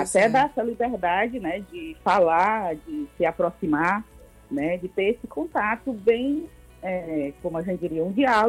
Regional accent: Quixadá, Ceará, Brazil; born there; moved away as an adult; now in Horizonte, Brazil; a gente saiu de Quixadá, a minha vida toda praticamente assim, adulta e de estudo. Eu vim para Horizonte, aqui perto de Fortaleza, ia e vinha todo dia

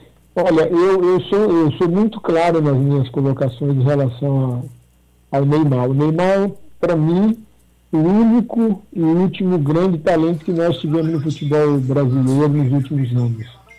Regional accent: Ceará, Brazil; eu, como cearense e bairrista como eu sou

